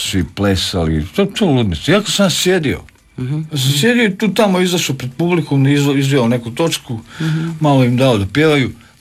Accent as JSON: {"language": "Croatian", "town": "Vinkovci", "region": "Vukovar-Syrmia County", "country": "Croatia", "said": "Tako da govorim srpski, ali mi je bliži, ja sam tamo iz Vinkovaca, mi smo tamo govorili srpski."}